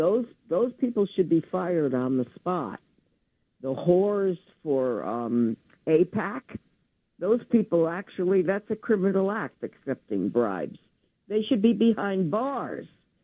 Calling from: New York City, New York, United States; of the Upper West Side.

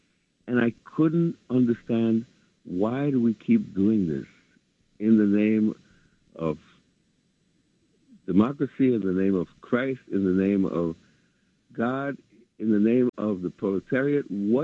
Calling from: New York City, New York, United States; I'm calling from up west side.

